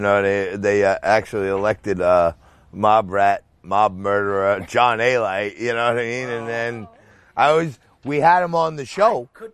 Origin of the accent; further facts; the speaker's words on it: New York City, New York, United States; I'm from Staten Island.